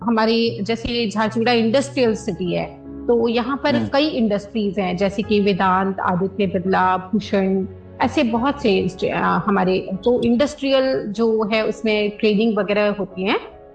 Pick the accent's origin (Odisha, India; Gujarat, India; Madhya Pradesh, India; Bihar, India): Odisha, India; Jharsuguda